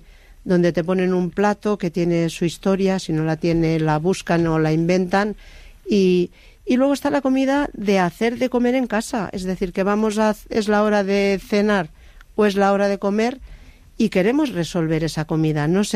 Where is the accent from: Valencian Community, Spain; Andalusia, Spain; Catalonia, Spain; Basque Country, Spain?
Catalonia, Spain; Lleida; yo soy de Lleida, entonces el día que hay un nubarrón ya estamos preparando las bolsas y las botas para ir a por caracoles.